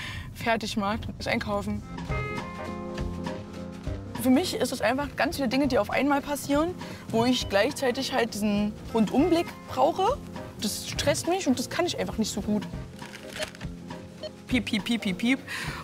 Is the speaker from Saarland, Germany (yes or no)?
no; Leipzig, Saxony, Germany; weil ich komme aus Leipzig und hier gibt es auch eine Comedy-Szene, aber die sind ein bisschen kleiner.